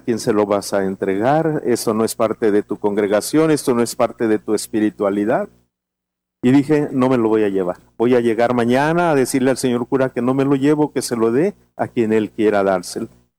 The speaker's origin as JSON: {"language": "Spanish", "town": "Guadalajara", "region": "Jalisco", "country": "Mexico", "said": "yo soy de Guadalajara"}